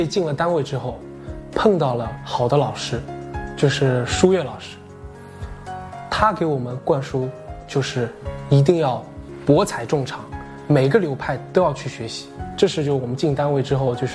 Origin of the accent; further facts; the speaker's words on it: Anhui, China; moved away; 我是安徽人，